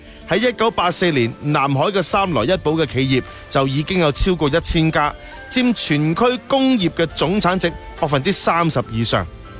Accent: Guangdong, China; 西樵山是我们广东有名的风景名胜

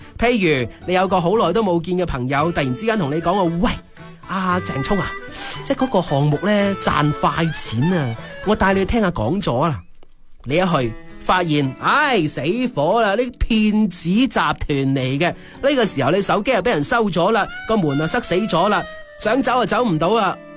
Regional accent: Guangdong, China; 我哋广东人

